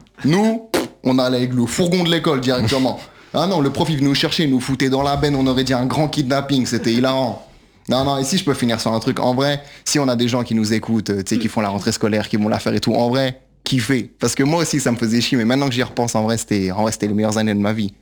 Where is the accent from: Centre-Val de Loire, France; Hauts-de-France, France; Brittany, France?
Brittany, France; Non, moi je suis breton, moi, à la base.